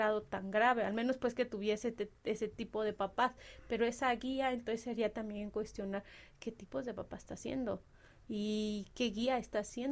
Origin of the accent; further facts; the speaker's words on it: Uruapan, Michoacán, Mexico; yo soy de Uruapan